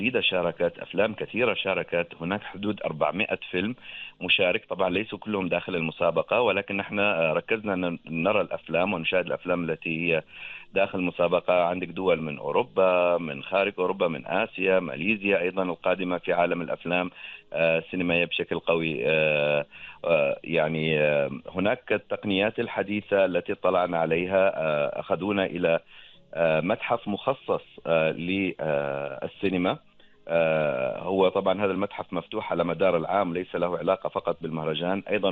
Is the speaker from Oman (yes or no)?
yes; Oman; هذه عمان، هذه كل هذه الاشياء موجوده، يعني انتم فقط ما صحراء فقط؟ قلنا لا، احنا ما صحراء فقط، عندنا الجبال الحجريه في الشمال متنوعه، ايضا سلاسل جبليه عندنا في الجنوب، الغابات والجبال الطينيه والامطار، عندنا البحار متنوعه جدا